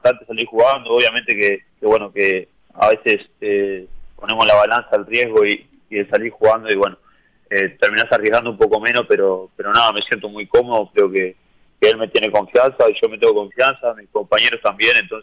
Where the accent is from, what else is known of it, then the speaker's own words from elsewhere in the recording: Mendoza Chico, Florida, Uruguay; Sí, de Mendoza Chico.